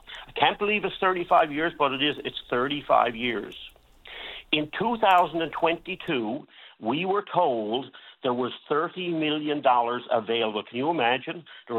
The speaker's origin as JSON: {"language": "English", "town": "St. John's", "region": "Newfoundland and Labrador", "country": "Canada", "tie": "born or raised there", "said": "I grew up in the Goulds my whole life. I was born there, grew up there. Mm-hmm. My family are there. My brothers and sisters are there."}